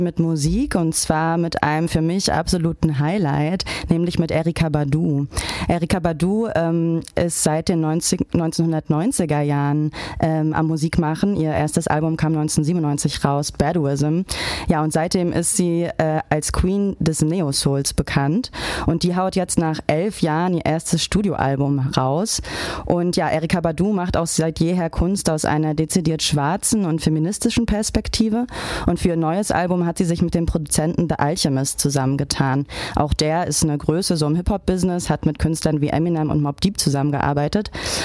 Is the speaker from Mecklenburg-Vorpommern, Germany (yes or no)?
yes; Mecklenburg-Vorpommern, Germany; und kurze Zeit später dann auch in meinem Heimatbundesland in Mecklenburg-Vorpommern.